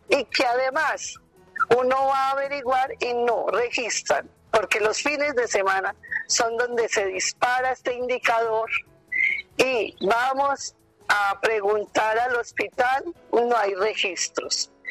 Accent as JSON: {"language": "Spanish", "area": "Arauca", "region": "Caldas", "country": "Colombia", "said": "especialmente en mi pueblo Arauca"}